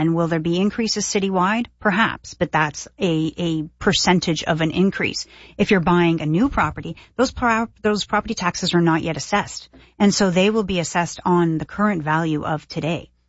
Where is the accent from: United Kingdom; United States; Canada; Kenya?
Canada; Toronto, Ontario; now in Ottawa, Canada; I mean, I grew up in Toronto.